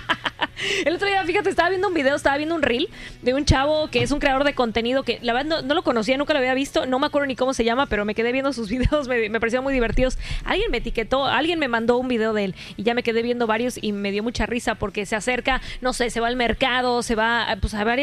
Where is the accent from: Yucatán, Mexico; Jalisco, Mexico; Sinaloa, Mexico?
Yucatán, Mexico; accent: neutral; solamente ser mexicana, ser yucateca, que yo sé que no, luego siempre me dicen, es que no suenas como yucateca, tengo el acento neutral, pero soy yucateca, soy 100% yucateca